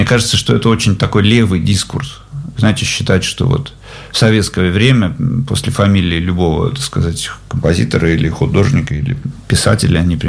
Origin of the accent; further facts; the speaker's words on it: Russia; now in Germany; я из России.